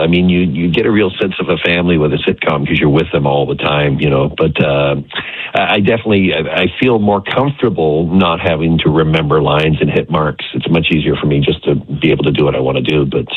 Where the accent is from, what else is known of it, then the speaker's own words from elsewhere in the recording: Canada; also born or lived in Seattle, United States; now in Washington State, United States; I was born in Seattle. I'm an American citizen, but I grew up in Canada, so everybody thinks I'm Canadian, but I'm still American.